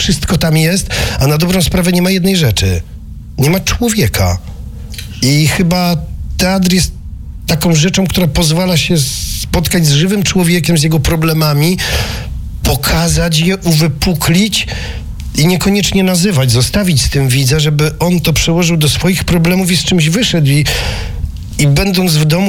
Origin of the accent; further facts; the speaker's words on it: Konin, Greater Poland Voivodeship, Poland; moved away as an adult; Jestem rodowitym konianinem, wyjechałem stąd 20 lat temu, ale zawsze gdzieś wracam z sentymentem.